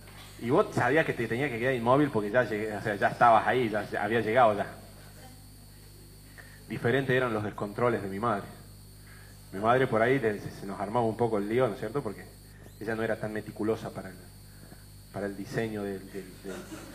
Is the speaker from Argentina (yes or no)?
yes; Argentina; Porque sos argentino.